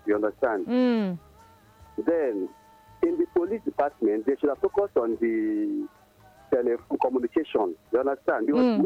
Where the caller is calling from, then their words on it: Nigeria; I'm calling from Nigeria.